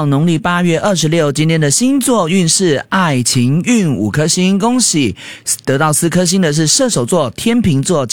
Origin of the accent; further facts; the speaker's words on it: Taiwan; 这是我一个身为一个台湾人哈